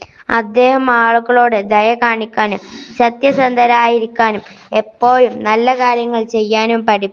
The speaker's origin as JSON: {"language": "Malayalam", "town": "Vengara", "region": "Kerala", "country": "India", "tie": "born or raised there", "said": "ഞാൻ മലപ്പുറം ജില്ലയിലെ വേങ്ങര സ്വദേശി."}